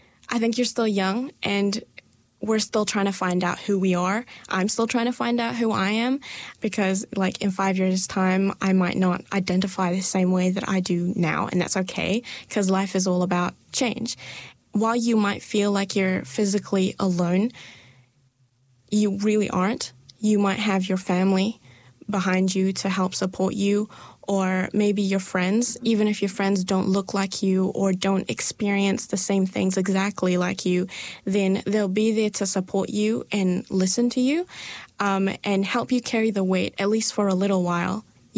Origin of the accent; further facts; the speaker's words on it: Malaysia; first language Malay; English is a second language; speak my mother tongue, Malay, the same way other people my age can, then am I truly Malaysian?